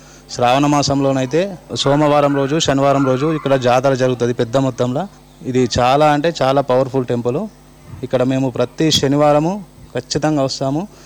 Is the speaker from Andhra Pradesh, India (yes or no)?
no; Jankampet, Telangana, India; మాది జాన్కంపేట్ గ్రామం, ఎడపల్లి మండలం.